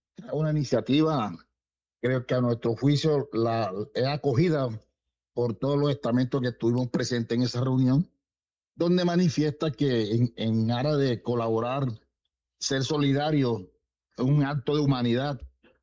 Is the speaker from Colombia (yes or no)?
yes; Colombia; todos somos familia, los colombianos